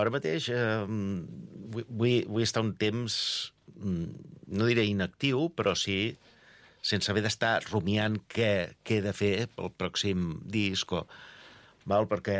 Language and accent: Catalan; Badalona, Catalonia, Spain; also born or lived in Barcelona; Em vaig criar a Badalona, en el centre de Bad